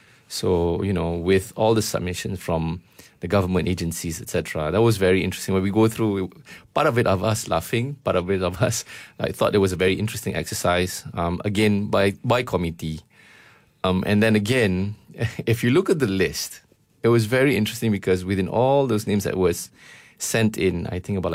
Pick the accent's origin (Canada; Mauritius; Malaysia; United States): Malaysia; That's how I feel when I feel Malaysian flag. I think being Malaysian is just simply just being very real about everything in life, right?